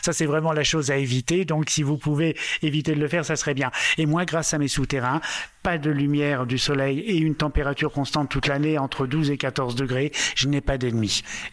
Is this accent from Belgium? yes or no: yes; Belgium; j'ai passé plus de temps de ma vie en Belgique, donc je suis belge et français.